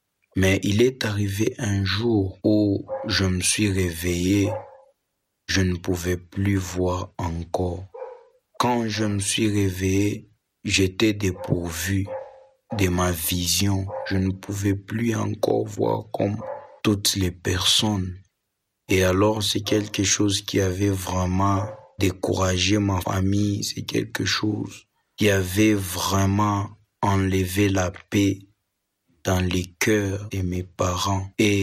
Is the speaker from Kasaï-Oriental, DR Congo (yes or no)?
no; Likasi, Haut-Katanga, DR Congo; born or raised there